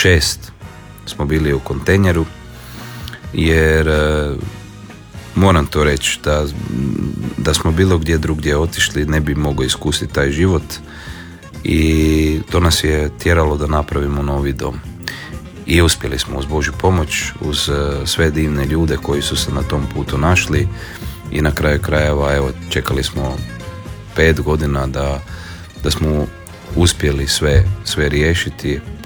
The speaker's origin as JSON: {"language": "Croatian", "town": "Marija Bistrica", "region": "Krapina-Zagorje County", "country": "Croatia", "tie": "born or raised there", "moved": "as an adult", "said": "moje rodno selo, moje rodna gruda, bi rekli Zagorci, je Globočec, Marija Bistrica."}